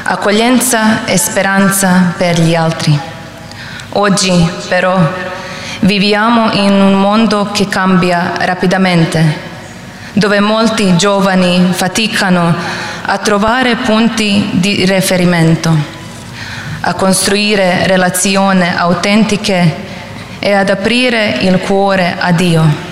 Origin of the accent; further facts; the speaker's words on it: Zagreb, Zagreb County, Croatia; Italian is a second language; vengo dalla Croazia, dalla parrocchia e basilica di San Antonio di Padova in Zagabria.